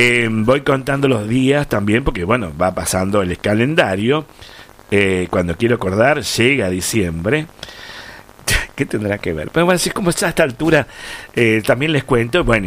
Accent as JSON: {"language": "Spanish", "country": "Argentina", "said": "somos así los argentinos"}